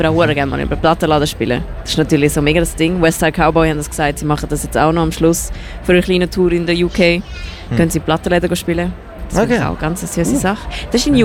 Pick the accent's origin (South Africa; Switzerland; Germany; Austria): Switzerland; Eastern Switzerland; Aber bei mir ist es, ich komme aus Ostschweiz.